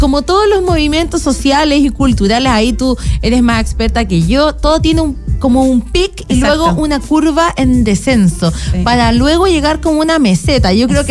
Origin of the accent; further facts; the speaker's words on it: Antofagasta, Chile; now in Santiago, Chile; yo que soy de Antofagasta, me gusta más el calorcito